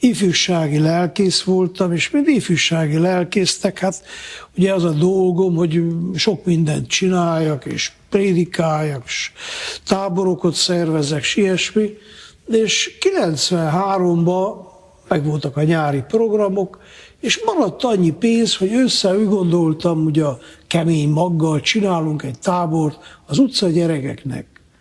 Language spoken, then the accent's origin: Hungarian; Miercurea Ciuc, Harghita, Romania; Hát ugye én Csíkszeredában nőttem fel, ott vannak ferencesek, Csíksomjól